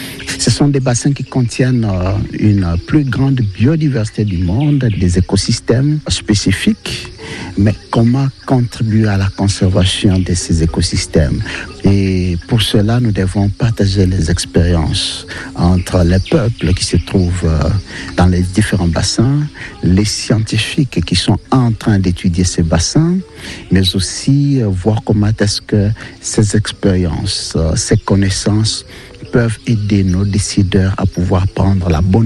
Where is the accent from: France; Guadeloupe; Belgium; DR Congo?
DR Congo; Je viens de la République démocratique du Congo, RDC, le plus grand pays du bassin du Congo.